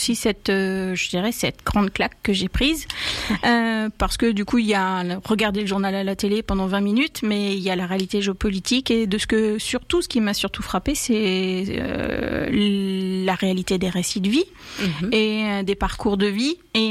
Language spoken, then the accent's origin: French; France; born there; La vie a fait que je suis née en France, avec la protection, en effet, que m'offre, ma nationalité.